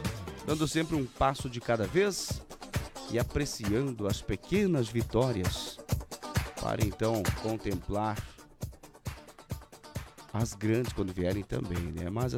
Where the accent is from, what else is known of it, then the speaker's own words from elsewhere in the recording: Brazil; born there; E eu nasci no Santana, próximo ali também, né? Próximo a Castelli, por ali, né?